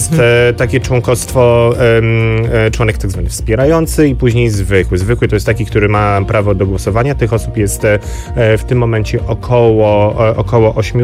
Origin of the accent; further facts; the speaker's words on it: Nowy Sącz, Lesser Poland, Poland; Ja jestem z Nowego Sącza.